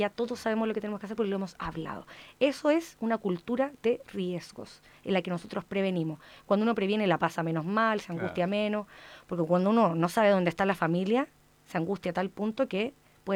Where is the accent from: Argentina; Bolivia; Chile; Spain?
Chile